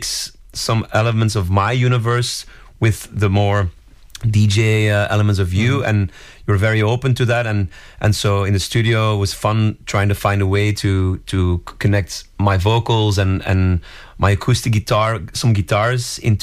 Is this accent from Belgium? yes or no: yes; Belgium; because of my music brings me to countries that are far away from my home country. But this was such a nice thing to, yeah, to make a song with another fellow Belgian artist.